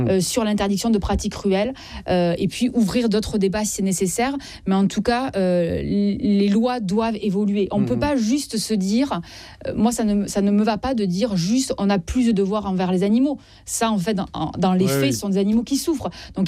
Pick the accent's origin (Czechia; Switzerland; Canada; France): France; Southwest France; Je suis du Sud-Ouest.